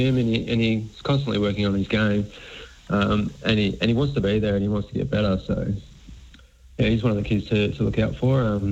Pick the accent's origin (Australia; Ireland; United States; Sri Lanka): Australia; Hamilton, Victoria; Growing up in Hamilton, there's not a great deal in the way of options.